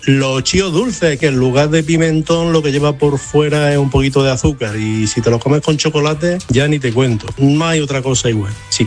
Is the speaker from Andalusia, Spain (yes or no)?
yes; Úbeda, Andalusia, Spain; Pues yo creo que aquí el Papa, si viniese a mi pueblo que está en Úbeda, Jaén, que menos, que probase las rosquillas de Jesús de Semana Santa